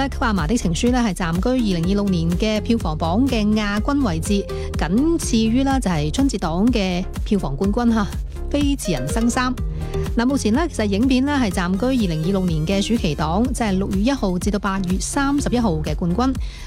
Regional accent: Guangdong, China; 我哋广东人咧系非常之系支持电影啦

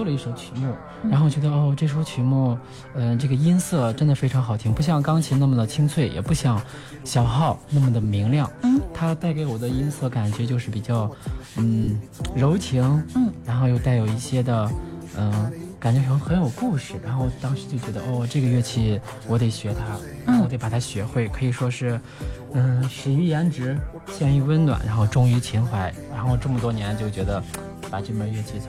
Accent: Linfen, Shanxi, China; 因为我是临汾人，就是我的根儿在这儿，然后从小在这儿长大

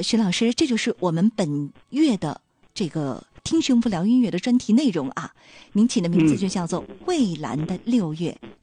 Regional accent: Dalian, Liaoning, China; 更甭说咱们大连人自诩为城市情歌的

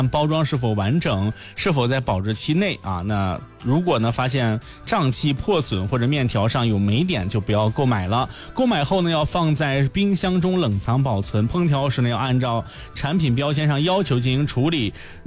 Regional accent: Shanxi, China; 作为咱们山西人呢

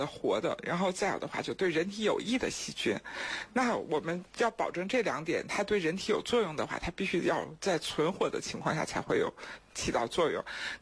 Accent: China; 我们中国人

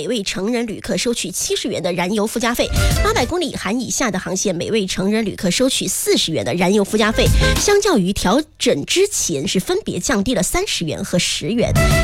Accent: Guangdong, China

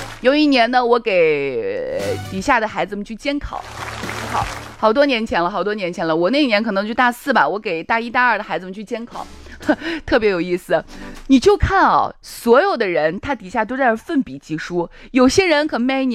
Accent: Shaanxi, China; 我们陕西人说话一般啊都只说反话

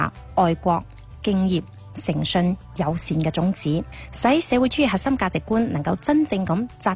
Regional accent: Xinhui, Guangdong, China; 我哋新会咧系著名嘅侨乡

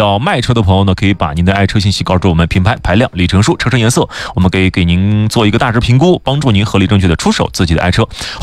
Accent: Jiangsu, China; 因为我本身江苏人

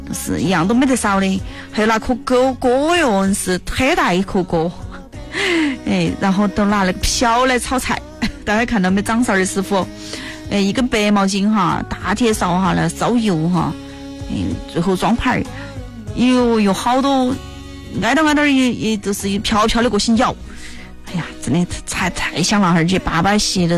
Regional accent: Chongqing, China; 而且在我们重庆哈

